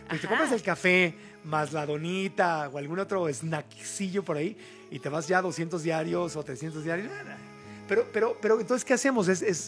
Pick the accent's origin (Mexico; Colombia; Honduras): Mexico; born there; Nací en México, soy mexicano obviamente, pero también tengo el pasaporte de Estados Unidos.